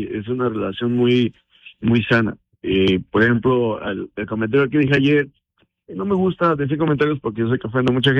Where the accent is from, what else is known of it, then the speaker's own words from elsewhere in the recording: Mexico; now in Omaha, United States; el acento también, pues, ella pensaba que yo soy de Brasil o de algún lado por allá. Nunca pensé que fuera mexicano.